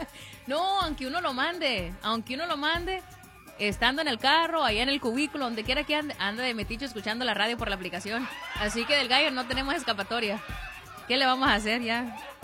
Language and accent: Spanish; Clinton, North Carolina, United States; usted sabe que soy de Clinton, entonces todas esas áreas están bien cerquitas ya de la casa.